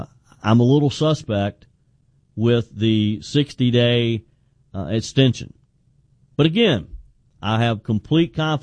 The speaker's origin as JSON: {"language": "English", "region": "South Carolina", "country": "United States", "said": "Mario is in my home state of South Carolina."}